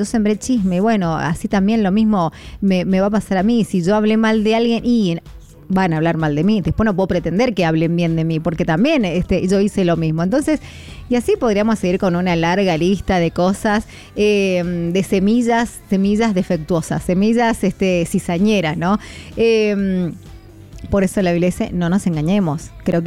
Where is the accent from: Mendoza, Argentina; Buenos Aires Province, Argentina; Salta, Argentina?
Mendoza, Argentina; La yapa, que como los argentinos acá, los mendocinos decimos, es la yapa, el extra.